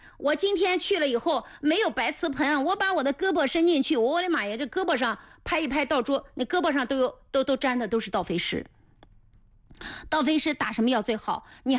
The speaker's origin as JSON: {"language": "Chinese", "region": "Anhui", "country": "China", "tie": "born or raised there", "said": "就我年轻的时候在皖北地区长大，我觉得那个时候是春夏秋冬四季分明"}